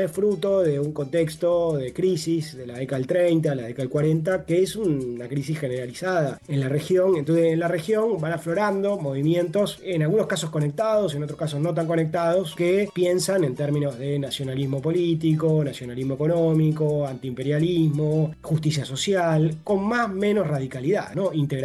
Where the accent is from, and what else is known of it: Argentina